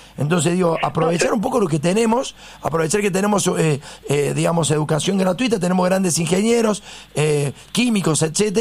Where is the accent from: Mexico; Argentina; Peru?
Argentina; Córdoba; Yo vengo de Córdoba y la verdad que no reconozco zonas históricas.